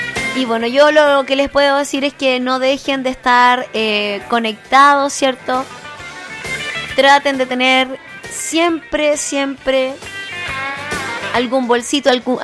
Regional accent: Chile; hemos vivido tantas cosas como chilenos.

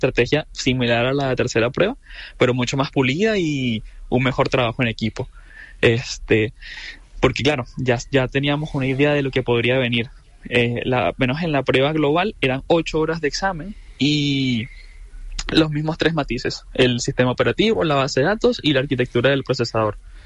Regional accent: Venezuela; yo soy venezolano y tenía que tener el pasaporte

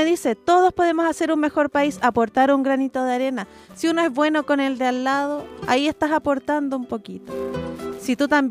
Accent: Chile

